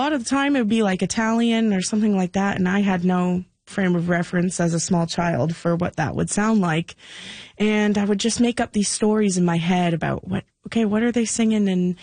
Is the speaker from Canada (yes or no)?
yes; South River, Ontario, Canada